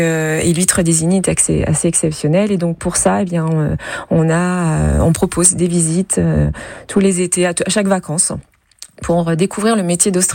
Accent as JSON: {"language": "French", "region": "Normandy", "country": "France", "said": "chez nous en Normandie"}